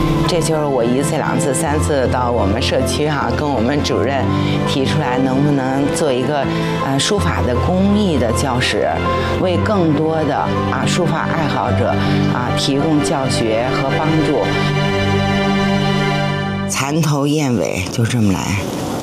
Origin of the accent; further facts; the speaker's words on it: Beijing, China; 今年58岁，我是老北京，在胡同里长大，7岁开始学习书法